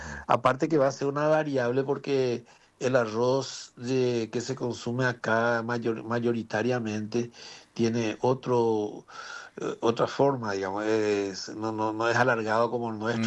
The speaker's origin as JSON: {"language": "Spanish", "country": "Paraguay", "moved": "as an adult", "lives_now": "Taiwan"}